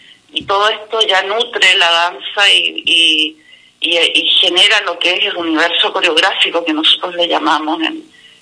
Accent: Concepción, Biobío, Chile; born there; now in Tomé, Chile; siendo también el tomecinada igual que él, porque yo nací en Concepción, él nació, bueno, en Punta Arenas, y también ya llevo radicada varios años acá en la comuna

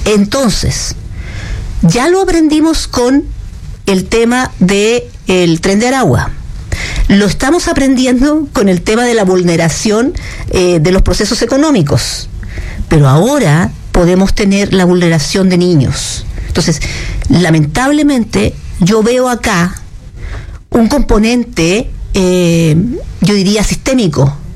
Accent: Chile; Yo creo que como chilenos podemos tener miles de desacuerdos políticos, económicos, de formas de estilo de vida

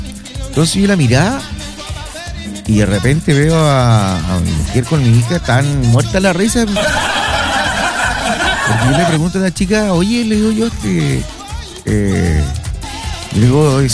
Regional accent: Valparaíso, Chile; born there; Yo soy nacido en Valparaíso, pero Valparaíso está tirada.

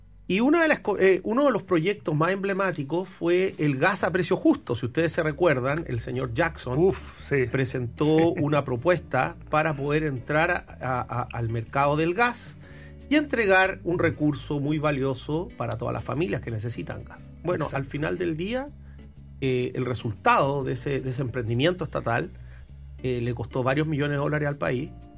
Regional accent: Chile; una serie de iniciativas públicas que todos nosotros como chilenos teníamos que financiar

